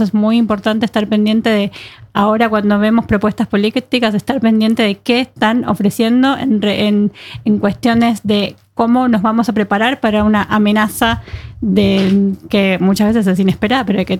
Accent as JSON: {"language": "Spanish", "region": "Buenos Aires", "country": "Argentina", "moved": "yes", "said": "Yo soy originaria de Buenos Aires, de Auténtica Porteña, pero no bailo tango."}